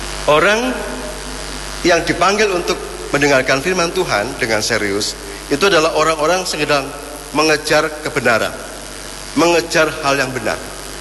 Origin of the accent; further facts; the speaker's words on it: Central Java, Indonesia; now in Gandrungmangu, Indonesia; Saya asli Pangkal, datang ke Cilacap hari ini dengan satu istri, satu anak.